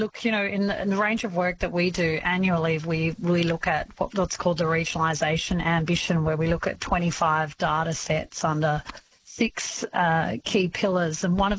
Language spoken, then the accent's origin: English; Deniliquin, New South Wales, Australia; I grew up in Deniliquin, southern New South Wales, and I love getting home to Denny.